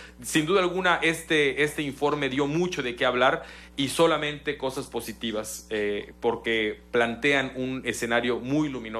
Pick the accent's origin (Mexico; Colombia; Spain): Mexico